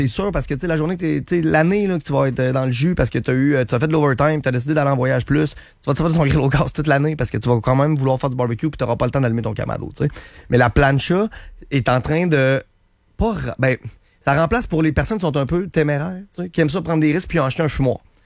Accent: Saint-Jean-Chrysostome, Quebec, Canada; mon père, moi, on vient de Saint-Jean-Chrysostome, okay. Le Québec, ouais.

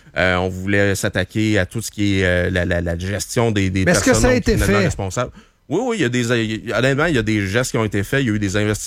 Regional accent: Waterloo, Quebec, Canada; Waterloo? Oui, exact. Waterloo, bon, en Estrie, à côté de Granby.

